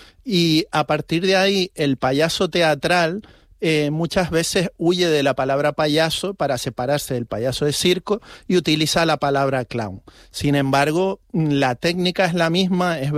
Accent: Canary Islands, Spain; la gente ahí en Canarias. Entonces, vamos a ver si puedo traer esto a de donde yo soy.

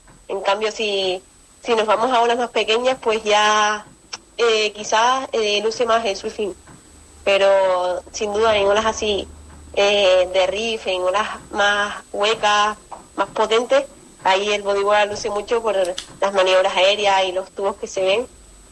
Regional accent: Tenerife, Canary Islands, Spain; no, soy de otra isla, de Tenerife, que ahí también tenemos olas muy buenas

